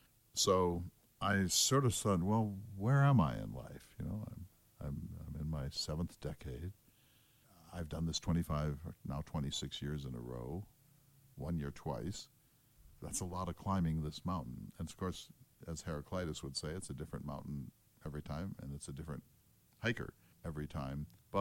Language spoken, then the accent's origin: English; Bismarck, North Dakota, United States; the Missouri, which flows through my hometown of Bismarck